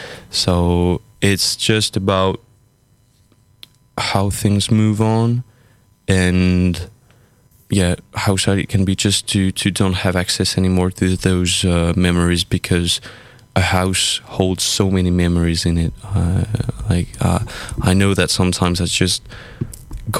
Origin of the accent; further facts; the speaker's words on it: France; English is a second language; now in Brussels, Belgium; I come from France.